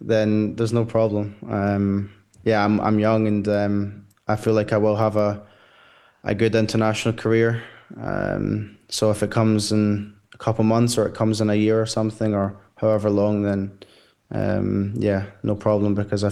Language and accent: English; Glasgow, Scotland, United Kingdom; I'm born and raised in Glasgow, and yeah, I certainly feel that I'd want to play for Scotland.